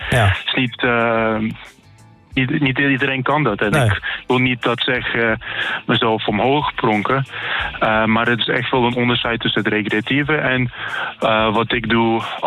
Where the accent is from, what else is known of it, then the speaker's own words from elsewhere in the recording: Netherlands; als een Nederlander zijnde het beste mijn land vertegenwoordigen.